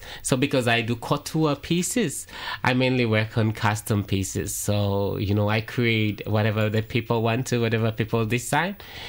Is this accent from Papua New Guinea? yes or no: yes; Central Province, Papua New Guinea; I am from Central, so I am mixed Motuen and Motu Koitabu. Dad is a Motuen from Hula, and a mom is Central from Motu Koitabu. Dad is also Motu Koitabuen also.